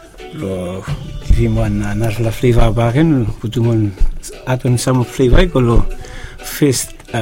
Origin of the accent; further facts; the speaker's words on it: Mele, Shefa, Vanuatu; I'm from Bagaliliu. I'm from Mele.